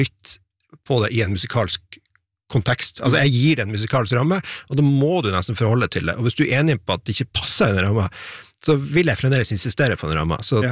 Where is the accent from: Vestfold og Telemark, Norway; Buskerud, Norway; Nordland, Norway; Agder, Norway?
Nordland, Norway; Steigen; now in Sortland, Norway; Jeg fra Steigen, som noen timer sør om der.